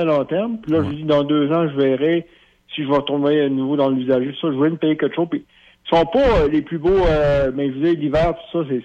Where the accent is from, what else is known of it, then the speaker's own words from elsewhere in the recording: the Maritimes, Canada; ben, moi je viens des Maritimes